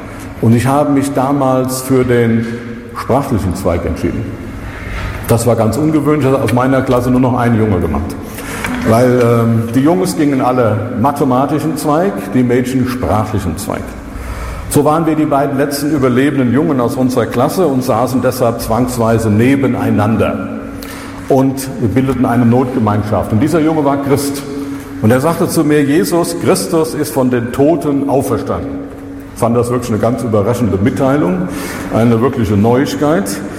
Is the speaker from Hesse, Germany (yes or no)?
yes; Dillenburg, Hesse, Germany; accent: Dillenburg sibilants; Ich komme aus Dillenburg, das ist eine kleine Stadt in Hessen. Dass ich aus dieser Stadt komme, könnte man dann merken, wenn man sich auskennt, wenn ich Zischlaute gebrauche.